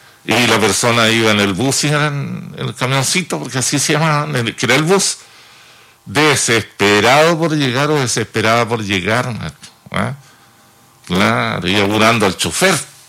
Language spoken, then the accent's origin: Spanish; Chile